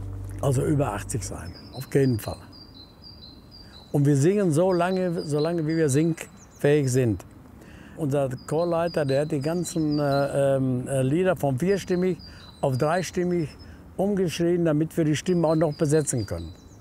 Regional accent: Germany; born there; Ich bin hier in Mölln geboren, bin 82 Jahre alt

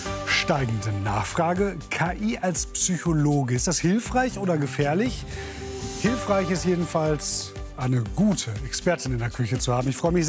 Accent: North Rhine-Westphalia, Germany; now in Cologne, Germany; Ich komme ja aus dem Ruhrgebiet, bin da irgendwann nach Köln gezogen.

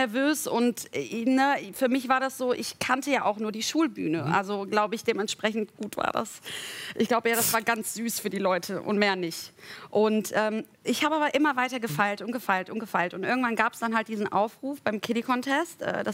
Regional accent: North Rhine-Westphalia, Germany; Ich bin Mädchen aus dem Dorf. Ich komme aus der Nähe von Aachen.

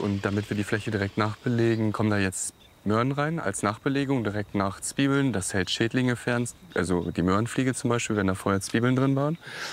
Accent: Hanover, Lower Saxony, Germany; Ja, das trifft auf mich auf jeden Fall zu. Ich komme eigentlich aus Hannover.

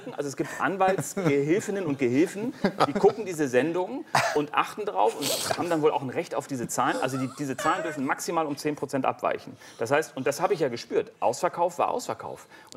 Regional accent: North Rhine-Westphalia, Germany; Und ich habe ja einen Großteil meiner Kindheit auf dem Bauernhof in Westfalen verbracht, wo meine Mutter herkommt.

